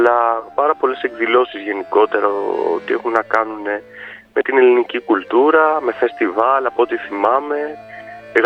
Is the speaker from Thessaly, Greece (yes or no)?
yes; Volos, Thessaly, Greece; also born or lived in South Pelion; now in Athens, Greece; Ακριβώς, γεννήθηκα στο Βόλο, στη Νέα Ιωνία, με καταγωγή από το Πήλιο, από το Νότιο Πήλιο.